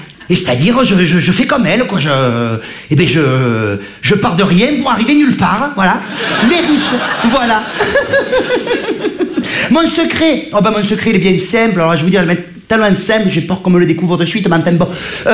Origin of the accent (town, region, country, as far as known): Provence-Alpes-Côte d'Azur, France